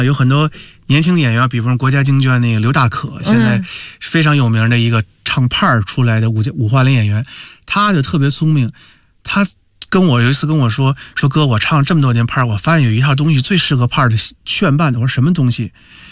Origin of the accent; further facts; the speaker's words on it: Beijing, China; 我们北京话叫杂巴凑在一块儿